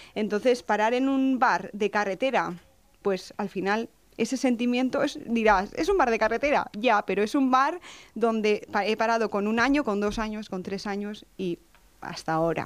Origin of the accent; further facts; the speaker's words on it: Deba, Basque Country, Spain; yo soy nacida en Deva y he vivido en Deva